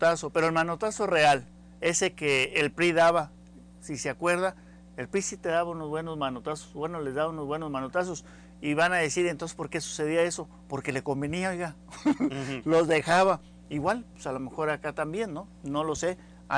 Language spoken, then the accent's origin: Spanish; Mexico